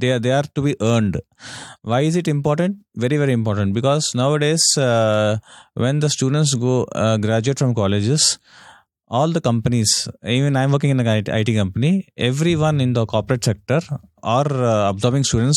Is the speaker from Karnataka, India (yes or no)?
no; Hyderabad, Telangana, India; from Hyderabad.